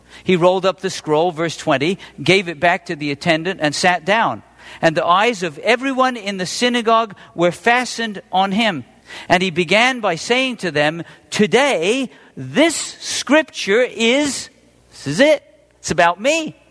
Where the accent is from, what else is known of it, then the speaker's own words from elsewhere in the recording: England, United Kingdom; Well, I learned something growing up in England where you would lease from the crown.